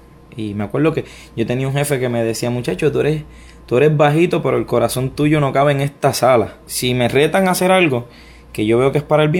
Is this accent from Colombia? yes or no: no; Ponce, Puerto Rico; born there; Yo nací en Ponce, en Puerto Rico.